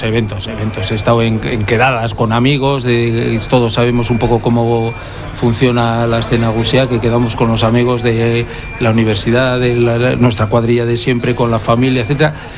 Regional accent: Bilbao, Basque Country, Spain; como bilbaíno que soy, siempre con intensidad, pero con tranquilidad también. Por ser también un bilbaíno que ya ha dado el cabo de hornos de los 60 años

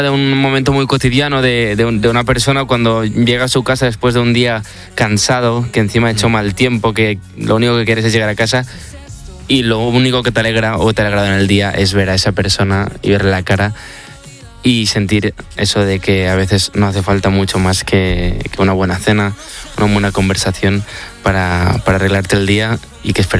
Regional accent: Barcelona, Catalonia, Spain; yo soy un chico de Barcelona

